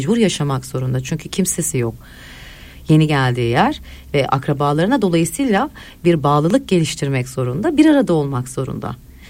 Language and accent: Turkish; Istanbul, Turkey; Ben şimdi Üsküdarlıyım aslan. Ben ailem 60-70 seneden beri Üsküdarlı, Doğancılar'da yetiştim.